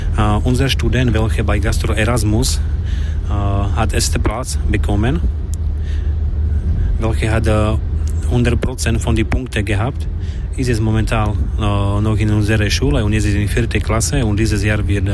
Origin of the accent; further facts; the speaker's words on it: Slovakia; German is a second language; Wir waren bei Wettbewerb in Poland, Čechaj, Turkaj, Švýcerland und auch bei uns zu Hause in der Slowakei waren wir bei viele Wettbewerbe.